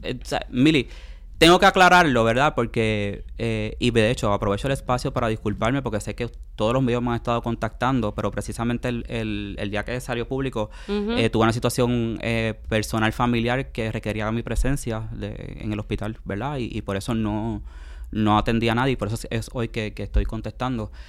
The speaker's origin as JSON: {"language": "Spanish", "town": "Caguas", "country": "Puerto Rico", "tie": "born or raised there", "said": "donde yo nací y me crié, fueron unas parcelas que entregó en Caguas, Puerto Rico, el único alcalde PNP que ha tenido Caguas, el señor Vivoni"}